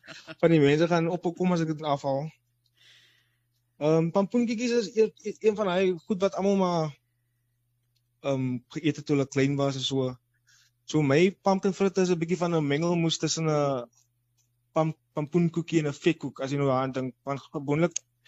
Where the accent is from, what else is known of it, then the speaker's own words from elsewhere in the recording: Klein Mosselbaai, Western Cape, South Africa; moved away as an adult; now in Stellenbosch, South Africa; Ek het getrek uit Klein Mosselbaai hier in tot in Stellenbosch.